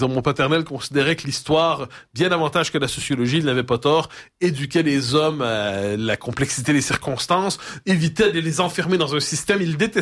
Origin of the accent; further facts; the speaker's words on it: Quebec, Canada; Je suis un jeune Québécois de 1980.